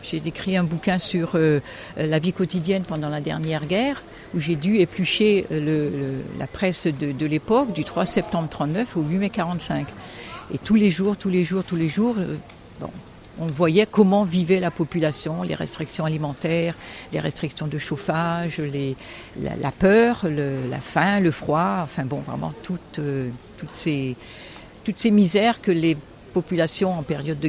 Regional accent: Toulon, Provence-Alpes-Côte d'Azur, France; born there; je suis née à Toulon

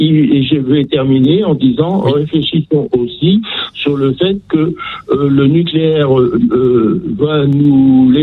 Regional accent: France; l'électricité est produite, nous, chez nous en France, part du nucléaire

